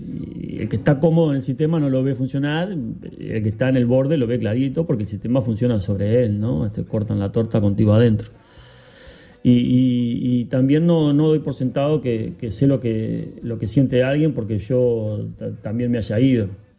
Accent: Mercedes, Soriano, Uruguay; moved away; yo, que soy del interior, de Mercedes, de ahí salí cuando me tocó irme.

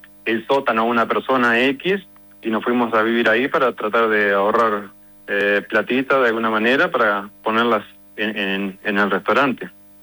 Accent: Uruguay; now in Utah, United States; soy uruguayo, soy latino

